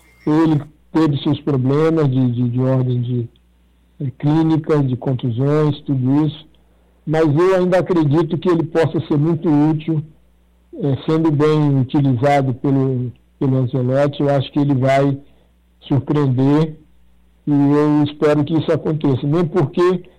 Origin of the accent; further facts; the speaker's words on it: Ceará, Brazil; eu, como cearense e bairrista como eu sou